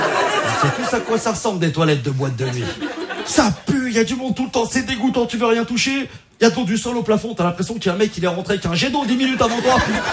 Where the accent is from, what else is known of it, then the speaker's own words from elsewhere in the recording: Auvergne-Rhône-Alpes, France; Moi, je viens de Savoie, d'un petit village de montagne. Alors, j'ai envie de vous dire, petit village classique. Tout le monde connaît tout le monde.